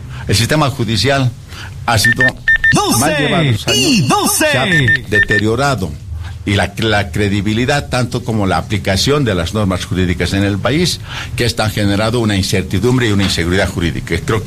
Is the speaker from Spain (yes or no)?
no; Bolivia